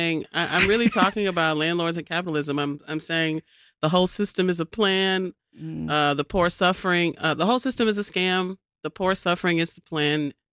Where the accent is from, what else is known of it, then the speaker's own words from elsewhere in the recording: Chicago, Illinois, United States; I think growing up in Chicago, people don't really understand how much this city is built of immigrants and of people of different cultures.